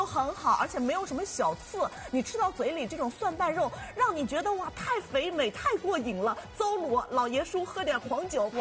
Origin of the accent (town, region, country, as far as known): Shanghai, China